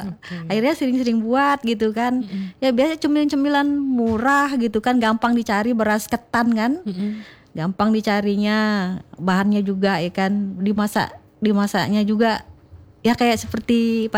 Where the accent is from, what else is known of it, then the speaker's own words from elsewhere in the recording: West Java, Indonesia; Iya, memang saya dari Jawa Barat, Sunda ya kan.